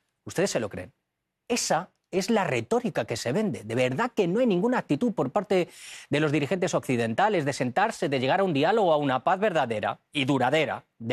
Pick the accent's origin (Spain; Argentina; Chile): Spain; A mí, de verdad, como español, como europeo, me duele en el alma de qué forma millones y millones de personas podrían ser arrastradas a ese callejón sin salida